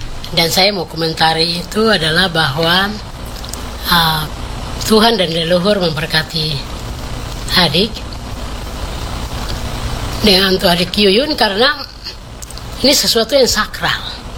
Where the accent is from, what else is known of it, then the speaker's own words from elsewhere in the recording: Southwest Papua, Indonesia; saya orang Sorong Selatan